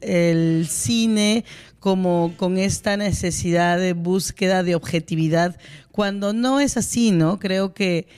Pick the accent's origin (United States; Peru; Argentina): Peru; como buenos peruanos solemos también exagerar, ¿no?